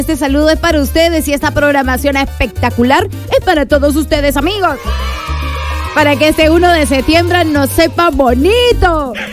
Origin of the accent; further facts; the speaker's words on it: Iquitos, Loreto, Peru; Así es mi tierra de Iquitos. Tan bella, tan calurosa, tan cálida, tan llena de buena gente.